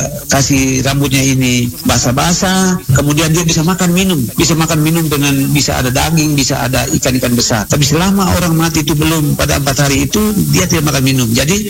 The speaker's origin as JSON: {"language": "Indonesian", "area": "Lembata", "region": "East Nusa Tenggara", "country": "Indonesia"}